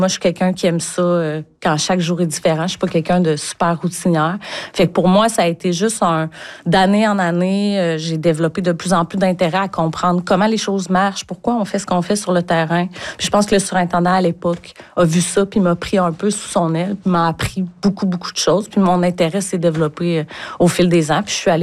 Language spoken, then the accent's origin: French; Clarke City, Quebec, Canada; moi, je suis originaire de Clarkcité, donc c'est à côté.